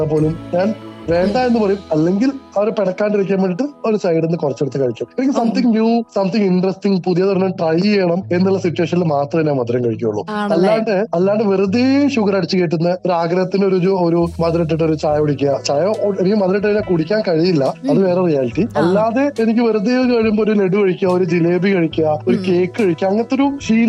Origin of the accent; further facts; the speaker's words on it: Palakkad, Kerala, India; ഞാൻ മലബാറുകാരനാണ്. ഞാൻ പാലക്കാടുകാരനാണ്.